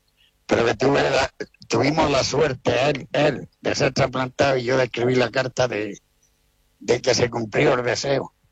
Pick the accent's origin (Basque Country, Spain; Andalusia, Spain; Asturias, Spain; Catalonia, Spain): Andalusia, Spain; O sea que somos los andaluces, somos los número uno del mundo en donaciones.